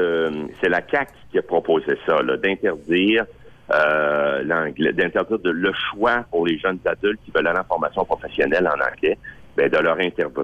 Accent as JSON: {"language": "French", "town": "Quebec City", "region": "Quebec", "country": "Canada", "said": "moi, je suis un gars de Québec, je viens de Beauport. Mes filles parlent français comme moi"}